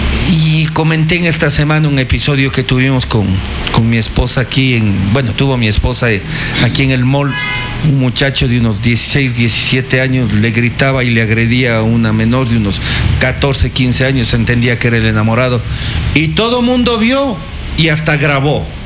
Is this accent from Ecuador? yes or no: yes; Ecuador; quienes como ecuatorianos vivimos en este país